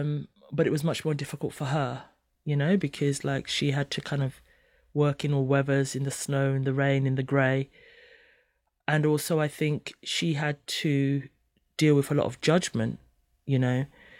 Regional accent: St. Kitts & Nevis; also born or lived in Kenya; now in United Kingdom; My dad's Kenyan. I was born in Kenya. And then when my parents separated, I moved to St. Kitts. And my mum was here in the UK.

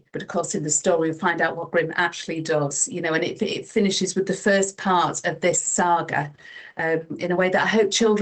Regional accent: Grimsby, Yorkshire and the Humber, United Kingdom; My hometown is Grimsby, you know, which is Grimm's town

